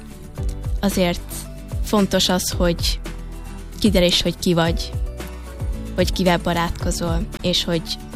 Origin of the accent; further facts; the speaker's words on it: Hungary; now in Netherlands; Mert szerintem elég unalmas lenne, ha mindenki azt mondja, hogy holland vagyok, mert már 20 éve itt élek.